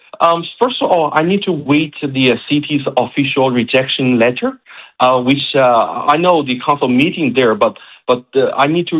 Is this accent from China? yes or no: yes; China; English is a second language; moved away as an adult; now in St. John's, Canada; I think as a newcomer, you know, I'm originally from China